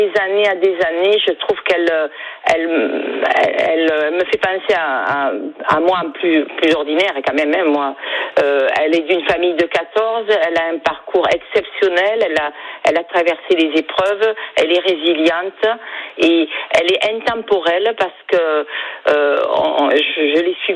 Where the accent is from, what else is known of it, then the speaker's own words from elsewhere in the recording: Perpignan, Occitanie, France; accent: perpignanais; J'ai l'accent perpignanais